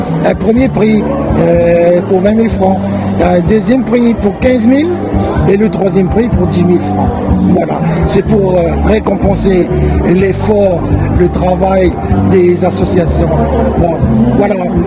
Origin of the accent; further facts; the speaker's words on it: Wallis & Futuna; chez nous, à Wallis et Futuna, tout est utilisé.